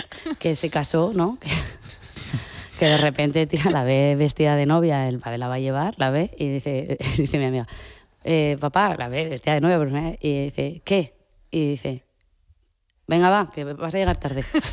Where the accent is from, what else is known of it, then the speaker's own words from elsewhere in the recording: Castile and León, Spain; soy de Castilla y ya está